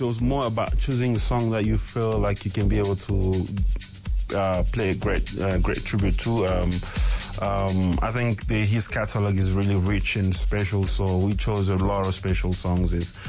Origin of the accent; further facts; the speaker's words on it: Goma, North Kivu, DR Congo; also born or lived in Durban; now in South Africa; I named it after my hometown in Congo called Goma.